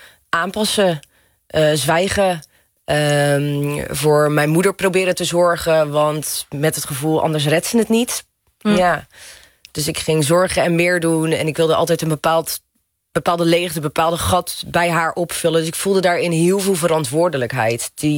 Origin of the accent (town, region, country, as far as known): Goes, Zeeland, Netherlands; born or raised there; also born or lived in Borssele